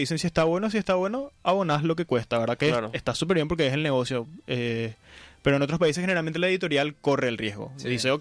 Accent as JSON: {"language": "Spanish", "country": "Paraguay"}